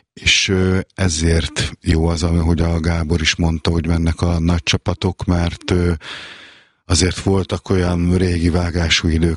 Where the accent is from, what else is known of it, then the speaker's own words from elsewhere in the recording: Budapest, Hungary; Én ugye Óbudán nőttem fel, kerület szurkoló is vagyok